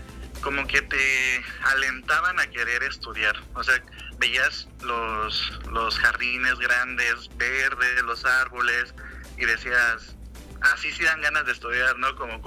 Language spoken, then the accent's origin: Spanish; Tamazunchale, San Luis Potosí, Mexico; also born or lived in Ciudad Valles; soy originario de Tamazunchale. Nací en Valles, ajá, pero, o sea, toda mi vida he vivido en Tamazunchale.